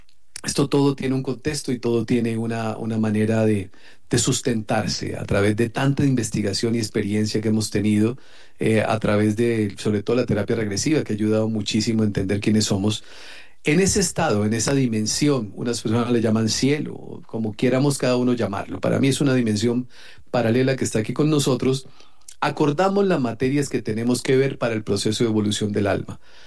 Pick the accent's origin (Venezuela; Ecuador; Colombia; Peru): Colombia; Soy colombiano.